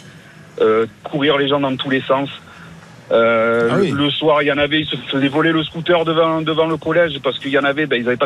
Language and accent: French; Aubagne, Provence-Alpes-Côte d'Azur, France; moi, je suis né, j'ai grandi à Aubagne